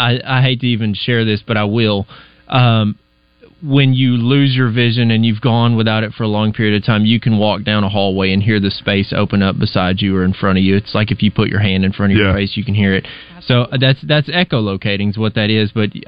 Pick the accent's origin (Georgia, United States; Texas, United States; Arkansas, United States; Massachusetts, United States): Arkansas, United States; Des Arc; now in Little Rock, United States; I grew up in Des Arc, Arkansas, and then went to the School for the Blind, K-12, and then went to the University of Arkansas at Little Rock for my undergrad and master's degrees.